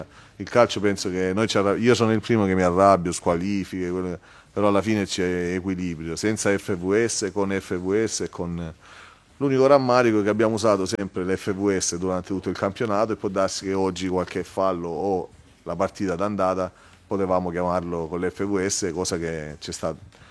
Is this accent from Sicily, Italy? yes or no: no; Lecce, Apulia, Italy; Io sono di Lecce